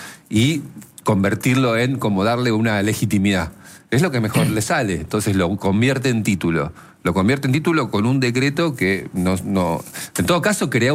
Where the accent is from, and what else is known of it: Argentina